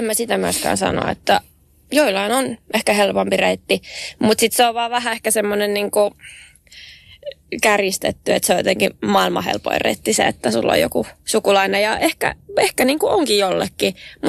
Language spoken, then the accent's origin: Finnish; Ylöjärvi, Pirkanmaa, Finland; mä oon tämmönen ylöjärveläinen